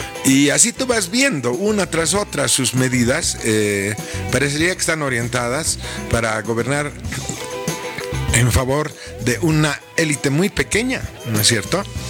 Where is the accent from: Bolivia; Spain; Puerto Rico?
Bolivia; La Paz; yo soy paseño de Cepa, he nacido en La Paz, he vivido en La Paz, nunca me he ido a vivir a ningún otro lado, excepto de vacaciones, por unos días, digamos. Entonces soy muy, muy, muy paseño.